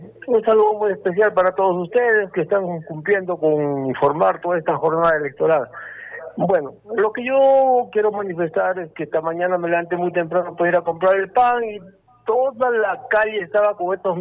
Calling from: Arequipa, Peru; yo vivo en Cerro Alegre

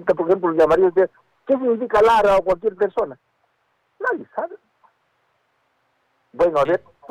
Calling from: Arequipa, Peru; Como latinos, como peruanos, como arequipeños.

